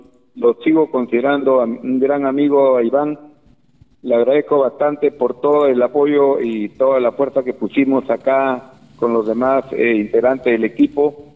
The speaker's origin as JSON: {"language": "Spanish", "town": "Olmos", "region": "Lambayeque", "country": "Peru", "moved": "yes", "said": "Yo soy consciente de que era la oportunidad de volver y estoy nuevamente en mi pueblo. O sea, yo voy y vengo porque tengo mi casa aquí en Olmos. El año 2022 hice mi casa"}